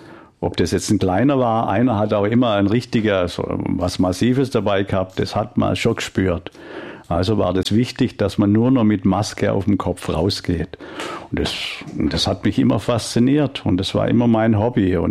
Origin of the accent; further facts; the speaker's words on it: Weiler in den Bergen, Baden-Württemberg, Germany; Bin geboren in Weiler in den Bergen. Das ist noch kleineres Kuhnest. Bin also unter Bauern aufgewachsen